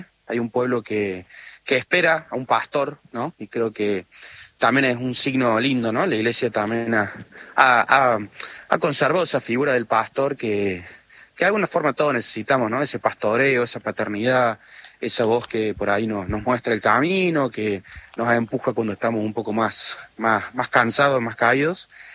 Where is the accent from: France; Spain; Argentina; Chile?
Argentina; Córdoba; creo que eso nos va a hacer mucho bien como cordobeses y como argentinos.